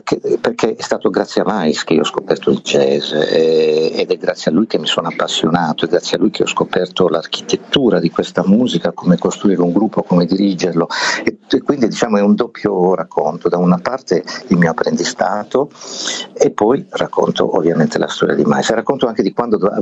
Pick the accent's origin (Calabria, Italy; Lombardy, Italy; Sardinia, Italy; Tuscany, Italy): Sardinia, Italy; Berchidda; moved away; la prima volta che sono uscito da Berchida, dal mio paese, per andare al paese vicino, so che fa ridere, ma erano altri tempi. Il paese vicino era Monti, che stava a 15 km da Berchida